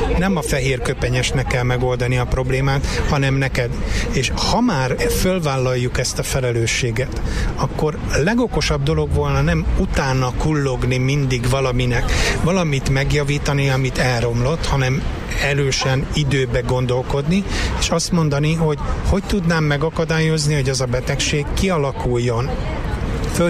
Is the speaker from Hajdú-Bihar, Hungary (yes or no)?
no; Szeged, Csongrád-Csanád, Hungary; Én szegedi vagyok, nálunk a kézilabda és a kajakkenu az elsődleges sportok